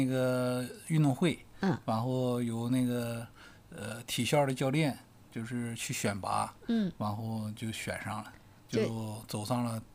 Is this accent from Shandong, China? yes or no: no; Dandong, Liaoning, China; 我是辽宁丹东人。